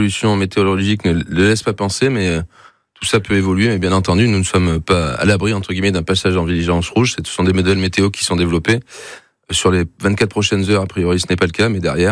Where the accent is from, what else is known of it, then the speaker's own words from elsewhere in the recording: Nouvelle-Aquitaine, France; now in Savoie, France; je suis originaire du département de la Gironde